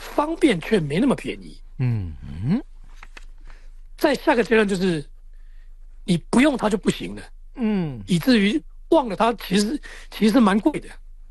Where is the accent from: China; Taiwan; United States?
Taiwan; 因为我们台湾人几乎所有人都用赖嘛